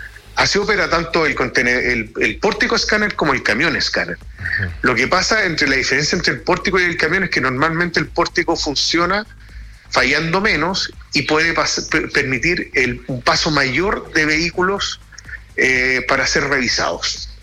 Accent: Chile; por decirlo así en buen chileno. Y la verdad es que no, esto nos preocupa como chilenos en general.

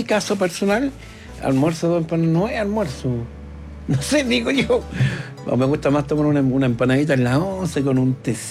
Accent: Chile; Bueno, somos los chilenos.

